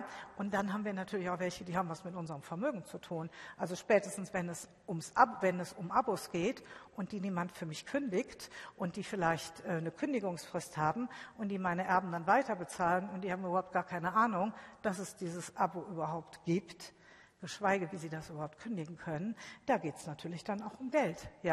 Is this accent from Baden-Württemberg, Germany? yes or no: no; Düsseldorf, North Rhine-Westphalia, Germany; Also ich komme ja aus Düsseldorf und da kann ich Ihnen sagen, ganz klar sagen Ihnen die Leute, dafür werden wir nicht bezahlt.